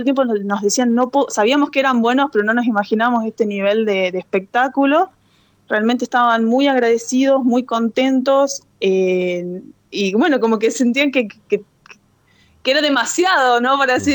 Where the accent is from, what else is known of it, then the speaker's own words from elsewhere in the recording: Argentina; nuestra visita como argentinos y como Universidad de Catamarca.